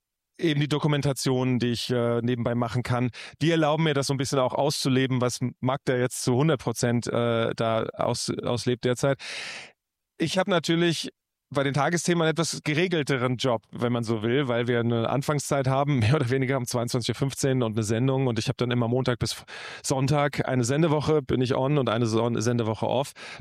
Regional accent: Italy; German is a second language; da konnte ich einen Film über mein Heimatland Italien auch machen und verschiedene Projekte.

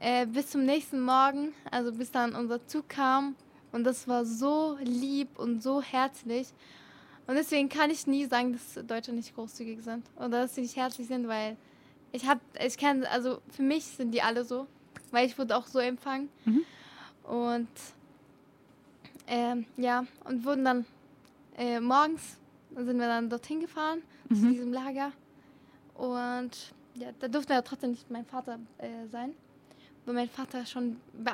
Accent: Filderstadt, Baden-Württemberg, Germany; also born or lived in Syria; Ja, das ist meine Heimat. Ja, Ich lebe da auch check. seit so 10 Jahren. Ja. Und ja, deswegen. Also ich habe auch mehr Erinnerungen hier in Deutschland als in Syrien

